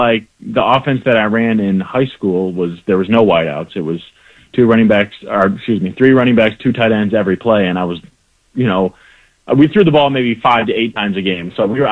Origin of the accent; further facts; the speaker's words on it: Hudsonville, Michigan, United States; also born or lived in Hillsdale, Michigan / Arkansas; Yeah, so I was born and raised in West Michigan. I've lived on the west side of Michigan in Hudsonville my whole life.